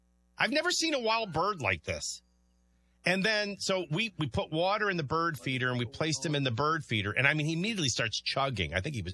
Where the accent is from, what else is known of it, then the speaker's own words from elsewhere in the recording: Chicago, Illinois, United States; But, I mean, I grew up in Chicago, home of the Blackhawks.